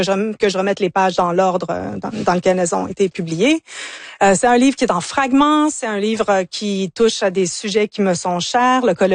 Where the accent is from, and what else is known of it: Ontario, Canada; born or raised there; also born or lived in United States / England